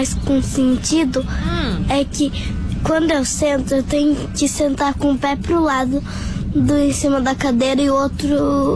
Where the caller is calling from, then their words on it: Rio Grande, Rio Grande do Sul, Brazil; sou aqui de Rio Grande.